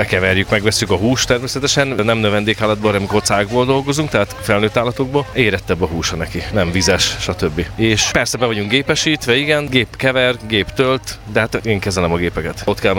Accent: Békéscsaba, Békés, Hungary; de Békés Csabai származású vagyok, így a szülőktől jött ez, hogy kolbászt gyártunk

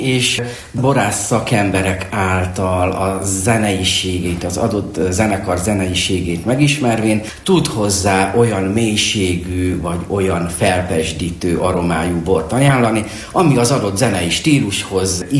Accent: Debrecen, Hajdú-Bihar, Hungary; born there; itt nőttem fel a Boris Jazz napokon

